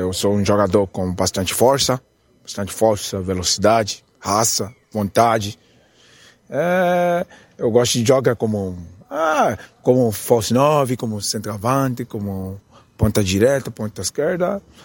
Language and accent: Portuguese; Nigeria; now in Brazil; sou da Nigéria.